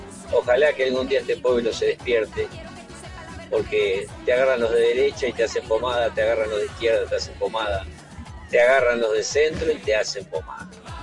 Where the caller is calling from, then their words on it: Santa Fe, Argentina; de Santa Fe.